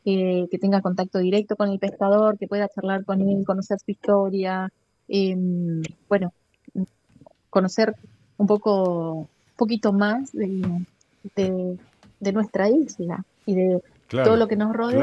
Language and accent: Spanish; Corrientes, Argentina; now in Punta Paraná, Tierra del Fuego, Argentina; Yo soy correntina y bueno, desde el año 95 que estoy por acá por la zona.